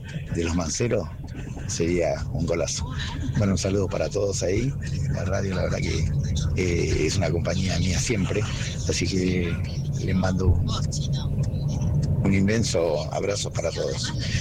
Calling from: Monte Grande, Buenos Aires Province, Argentina; acá de Montegrande. En este momento estoy viajando de Varela a Montegrande.

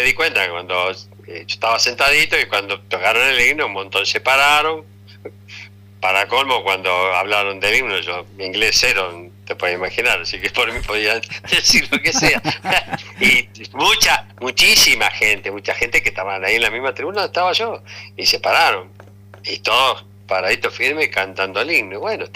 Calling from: El Calafate, Santa Cruz, Argentina; ¿usted es argentino? Le digo, sí, vine de Argentina.

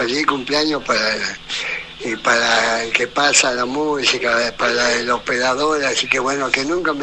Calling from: Comallo, Río Negro, Argentina; me está lloviendo en Comayo

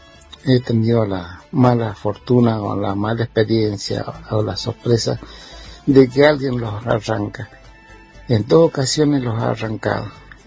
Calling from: San Rafael, Mendoza, Argentina; soy de San Rafael de Miguel.

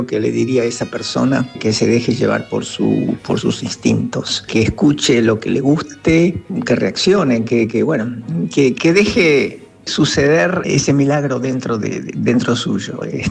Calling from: Buenos Aires, Argentina; de Almagro

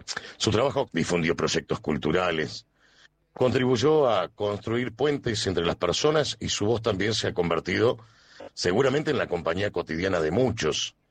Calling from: Alto Río Senguer, Chubut, Argentina; soy locutor, periodista de LRA 55, Radio Nacional Alto Río Sengar, en la provincia del Chubut

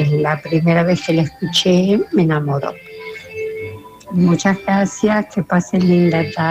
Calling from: Buenos Aires, Argentina; de Parque Chas.

